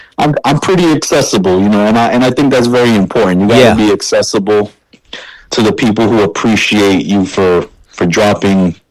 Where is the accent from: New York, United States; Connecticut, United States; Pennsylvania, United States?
New York, United States; Brooklyn; I'm from Brooklyn, but I'm not from the streets.